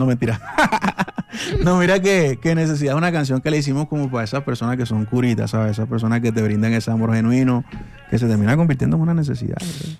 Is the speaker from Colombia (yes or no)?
yes; Cartagena, Bolívar, Colombia; Yo también soy de Cartagena.